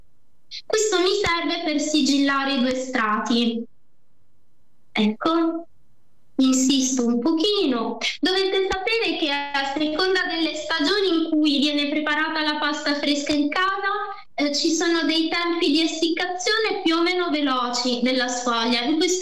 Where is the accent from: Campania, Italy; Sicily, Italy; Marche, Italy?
Marche, Italy; now in Milan, Italy; io sono marchigiana di origine anche se vivo da tanti anni a Milano